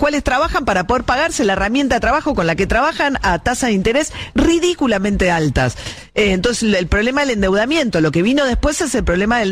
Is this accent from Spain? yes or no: no; Argentina; Somos todos hinchas, somos todos argentinos